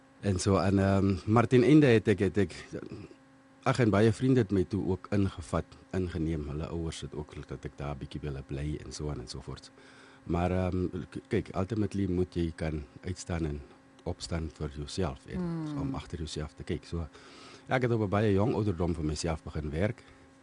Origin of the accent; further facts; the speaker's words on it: Windhoek, Khomas, Namibia; also born or lived in South Africa; Ek was gebore in Suid-Afrika. Maar my ouers het die tyd Suid-Wes-Afrika toe kom trek, toe ek nog baie jonk was. Ek het skool hier begin. Ek was op Kamams Primair.